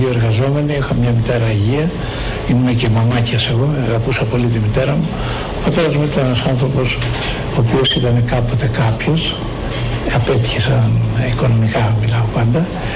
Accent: Athens, Attica, Greece; τα παιδικά μου χρόνια τα έζησα στο Κολωνάκι, τα απογευματινά ώρας στην πλατεία Κολωνακίου για το πρωί στην Δεξαμενή.

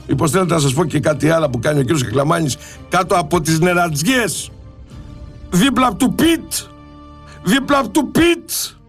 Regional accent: Sparta, Peloponnese, Greece; Ε, τι πήγε να κάνει στη Σπάρτη, ρε, στη Λακωνία, στην πατρίδα μου, στην πρωτεύουσα της Λακεδαίμονος.

